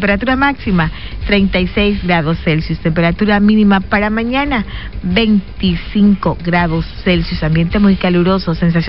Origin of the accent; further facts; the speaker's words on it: Oaxaca, Mexico; Venimos los dos de Oaxaca